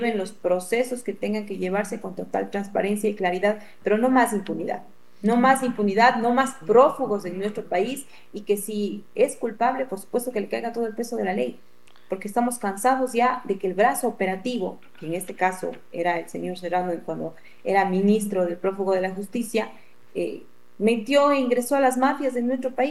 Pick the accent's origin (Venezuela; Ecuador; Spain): Ecuador; para nosotros como ecuatorianos